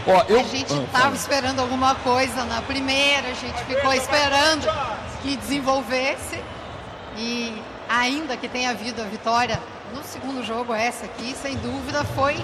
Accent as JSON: {"language": "Portuguese", "town": "Curitiba", "region": "Paraná", "country": "Brazil", "lives_now": "Maranhão, Brazil", "said": "Eu sou de Curitiba, mas residente no Maranhão."}